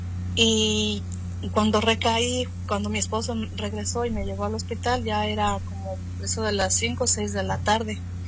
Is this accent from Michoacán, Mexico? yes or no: yes; Michoacán, Mexico; born there; moved away; Yo nací en Michoacán, México, pastor.